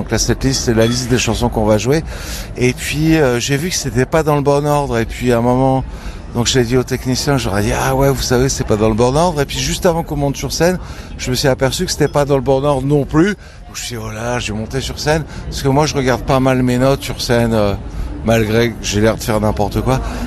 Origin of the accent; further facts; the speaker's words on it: France; on est français